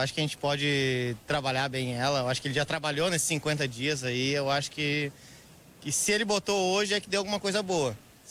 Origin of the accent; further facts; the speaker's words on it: Porto Alegre, Rio Grande do Sul, Brazil; Aqui de Porto Alegre mesmo.